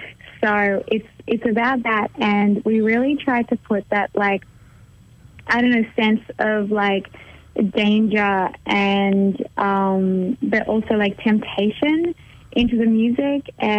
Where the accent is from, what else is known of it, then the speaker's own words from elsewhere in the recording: Sydney, New South Wales, Australia; moved away; I'm from Sydney. I'm from, like, a big city.